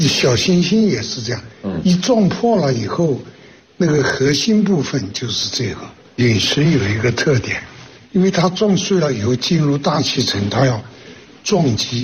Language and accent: Chinese; China; 我是个中国人啊，我一定要为中国的发展做出我自己尽力而为所能做出来的事情。